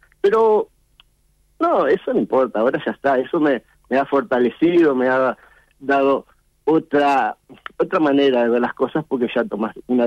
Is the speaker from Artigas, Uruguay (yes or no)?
yes; Bella Unión, Artigas, Uruguay; moved away as an adult; now in Montevideo, Uruguay; yo soy de Bella Unión, departamento de Artigas.